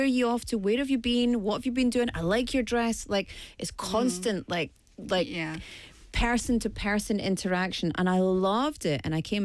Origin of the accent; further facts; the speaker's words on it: Glasgow, Scotland, United Kingdom; moved away as an adult; now in South Korea; The reverse culture shock is very strong for me when I go back to Glasgow.